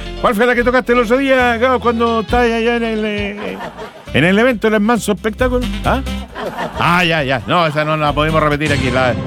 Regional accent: Chile; si usted sabe cómo somos los chilenos.

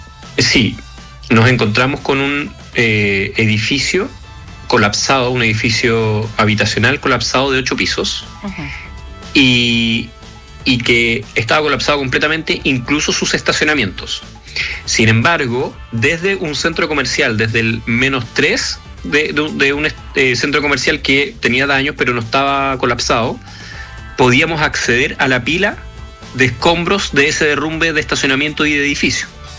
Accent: Chile; De lo que conozco, porque soy chileno, fue un terremoto muy superficial, comparado con los de Chile.

